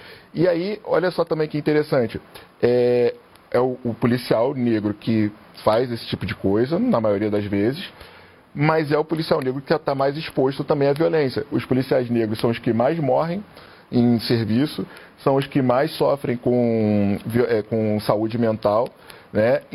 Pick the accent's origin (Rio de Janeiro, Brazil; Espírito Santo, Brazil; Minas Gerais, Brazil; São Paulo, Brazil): Rio de Janeiro, Brazil; Eu sou carioca, então carioca fala palavrão.